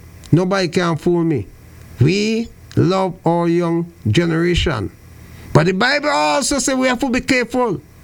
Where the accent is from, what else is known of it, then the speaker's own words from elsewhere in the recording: St. Vincent & Grenadines; moved away; St. Vincent and the Grenadines are in my hometown